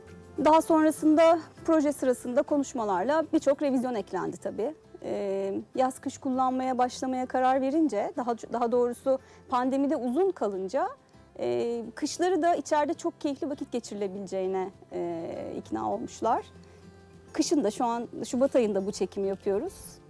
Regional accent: İzmir, Turkey; moved away as an adult; also born or lived in Istanbul; oğlumuzun okul durumu sebebiyle İzmir'e geldik. 2020 yılından beri de 3 yıldır memleketim İzmir'e geri dönmüş oldum.

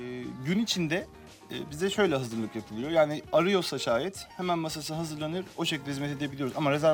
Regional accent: Limanköy, Kırklareli, Turkey; Ben de doğduğum, büyüdüğüm, zaten aşık olduğum bir yerde yaşıyorum.

